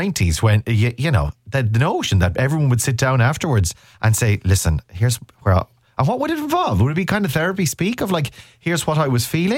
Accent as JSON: {"language": "English", "country": "Ireland", "said": "I am Irish."}